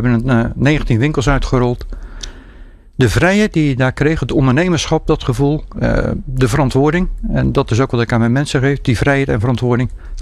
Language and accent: Dutch; Rotterdam, South Holland, Netherlands; En dan ben ik echt Rotterdammer in hart en nieren.